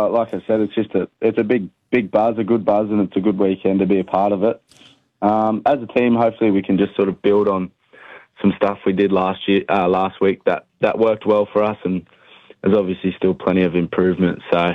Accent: Queensland, Australia; Being a Queenslander as well.

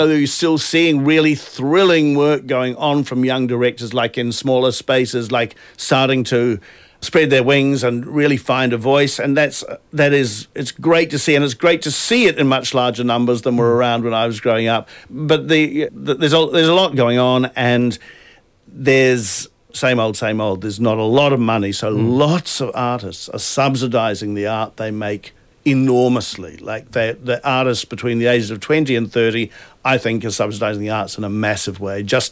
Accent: New Zealand; born or raised there

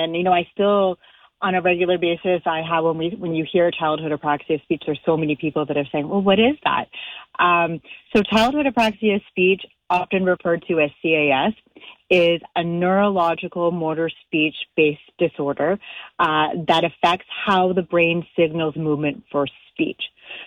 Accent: England, United Kingdom

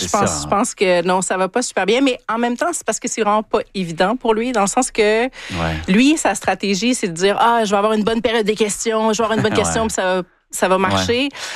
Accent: Quebec, Canada; Puis arrête de faire ça parce que moi, je viens du Québec, donc il y a toujours un petit...

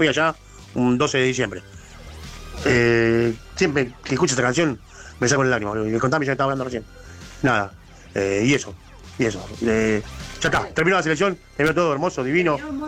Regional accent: Argentina; Soy más argentino que nadie, como todo

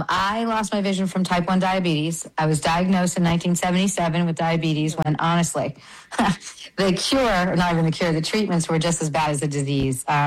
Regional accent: New York, United States; also born or lived in Brazil; I'm born and raised in New York. I was born partially. I mean, I was raised, you know, a lot in Brazil because my mother is Brazilian.

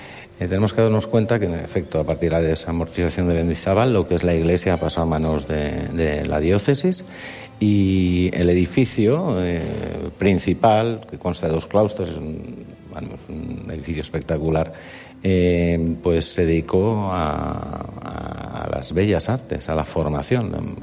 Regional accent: Valencian Community, Spain; pues de nuestra idiosincrasia, ¿no?, como valencianos.

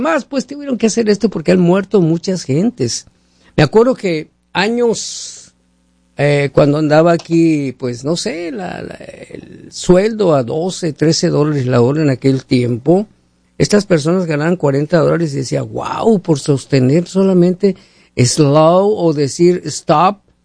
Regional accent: Mexico; now in Seattle, United States; allá en mi ciudad

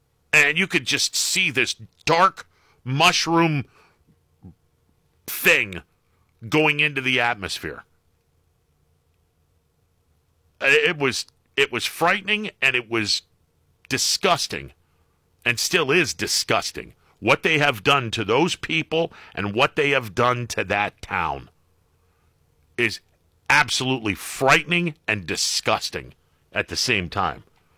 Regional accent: Leetonia, Ohio, United States; Yeah, it went through my hometown, and the boxcar was on fire in my hometown.

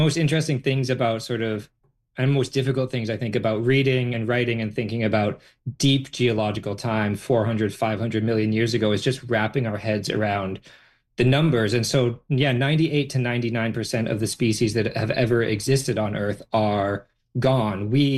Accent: Calgary, Alberta, Canada; I grew up in Calgary

